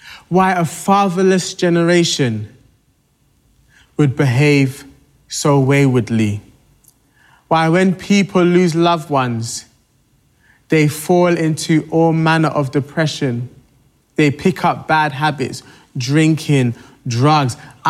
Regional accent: Nigeria; I'm Nigerian.

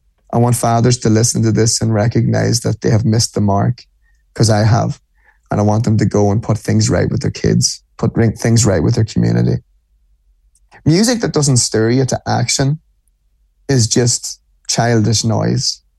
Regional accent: Ireland; So I'm an Irishman, right? So I speak Irish, not fluently, but no, Gaelic.

